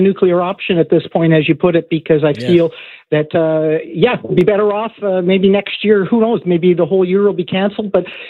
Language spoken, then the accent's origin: English; Chicago, Illinois, United States; I'm originally from Chicago, so I'm not really a Dodger fan anyway.